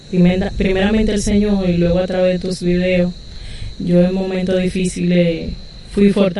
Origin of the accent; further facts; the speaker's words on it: Santo Domingo, Distrito Nacional, Dominican Republic; born there; Bueno, yo nací en Santo Domingo.